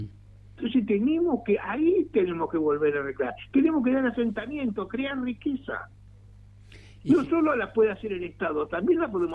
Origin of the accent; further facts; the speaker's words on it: Buenos Aires, Argentina; born there; now in Tierra del Fuego, Argentina; Yo te digo porque soy porteño, aunque sea por vivir o por opción, yo nací en la capital federal.